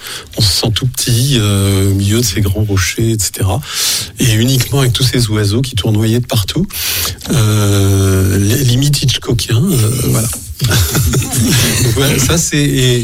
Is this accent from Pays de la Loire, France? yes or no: no; Auvergne-Rhône-Alpes, France; now in Tarn / Lot, France; moi je suis originaire d'un petit coin des gorges de l'Allier, donc en Haute-Loire.